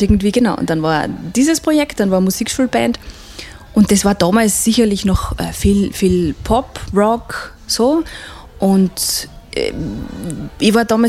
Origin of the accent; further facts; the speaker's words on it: Neusiedl am See, Burgenland, Austria; Also ich bin eben in Neusiedl am See aufgewachsen und bin auch mit Volksmusik quer durch aufgewachsen.